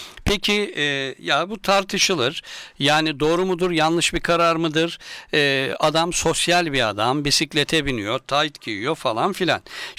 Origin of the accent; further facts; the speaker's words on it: Zonguldak, Turkey; born there; also born or lived in Posof, Ardahan; Zonguldak'ta doğdum ama köken olarak Ardahan, Posofluyum. Posef'in, Posof'un Hunemiz kazasından babamlar Zonguldak'a gelmiş.